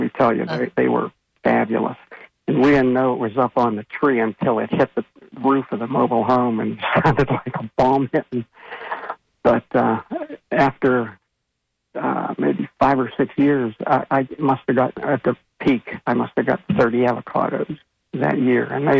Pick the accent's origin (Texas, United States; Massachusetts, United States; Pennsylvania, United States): Pennsylvania, United States; Pittsburgh; We're from Pittsburgh, Pennsylvania, originally, and we moved down here permanently the very beginning of 2000.